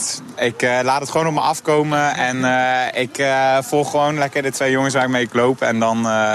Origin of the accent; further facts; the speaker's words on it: Nijmegen, Gelderland, Netherlands; Ik kom zelf uit Nijmegen en ik heb nu